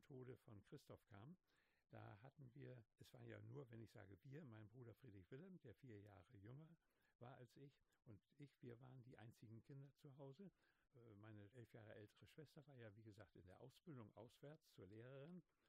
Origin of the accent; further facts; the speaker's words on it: Rostock, Mecklenburg-Vorpommern, Germany; also born or lived in Neustrelitz; Ich bin ja in Neustrelitz geboren, 1933, und nach 2 Jahren kam ich nach Rostock.